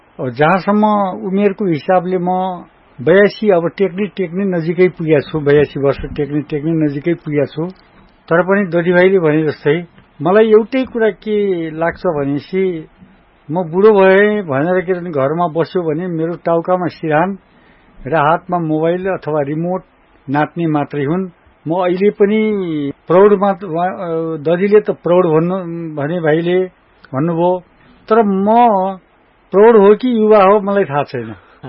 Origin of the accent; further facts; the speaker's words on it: Dang, Lumbini Province, Nepal; also born or lived in Bijauri, Dang; म हापुर बिजौरी … माइलो सन्तानको रूपमा छोरातर्फ माइलो सन्तानको रूपमा म जन्मिएको हुँ।